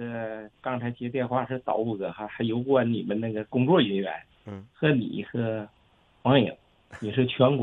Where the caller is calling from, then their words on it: Northeast China, China; 我炒股票30多年了，而且我是东北人